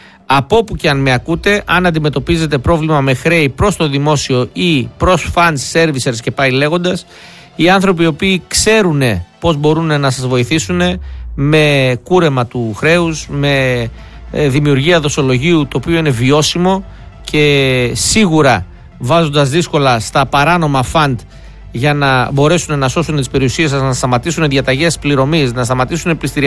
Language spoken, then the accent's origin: Greek; Pyrgos Dirou, Peloponnese, Greece; Αγωνιστικούς χαιρετισμούς στην πατρίδα μου, εκεί κάτω στη μακρινή Μάνη.